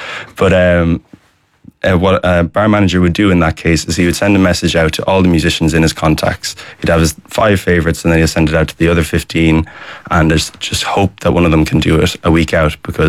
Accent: Connacht, Ireland; Because I'm from Leitrim. And then I've been known in Dublin because I've been gigging there for the last 4 years.

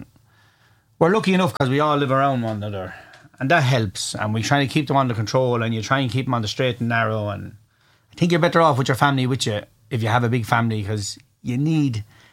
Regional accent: Waterford, Munster, Ireland; I'm born and bred in Waterford. … Why should I have to leave my hometown and bring my son with me

